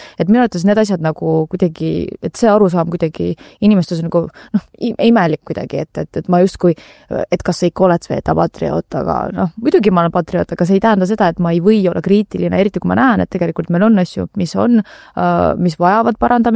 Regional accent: Tallinn, Harju County, Estonia; Lasnamäel kasvasin ülesse, õppisin Tallinna Kuristiku gümnaasiumis

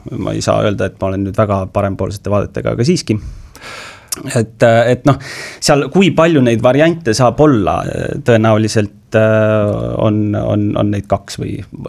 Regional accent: Tartu, Tartu County, Estonia; Ma olen Tartu inimene, ma olen terve elu Tartus, ma olen Tartus sündin, ma olen Tartust elanud, minu kõige pikem aeg, kui ma Tartus teemal on olnud, oli ajateenistus, kui ma olin esimeses jalaväebrigaadis.

